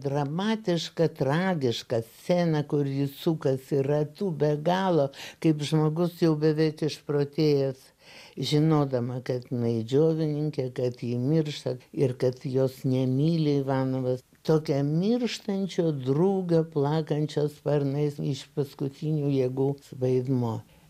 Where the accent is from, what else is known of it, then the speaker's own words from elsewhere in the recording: Kaunas, Kaunas County, Lithuania; now in Vilnius, Lithuania; Dar buvo toks, atsiprašau savo gimtojo miesto, provincialokas.